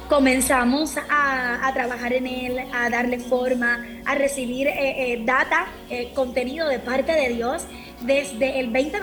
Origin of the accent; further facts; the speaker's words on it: Puerto Rico; soy natural de Puerto Rico. Estoy ahora mismo en Puerto Rico, pero soy natural puertorriqueña. Soy nacida y criada en el Evangelio.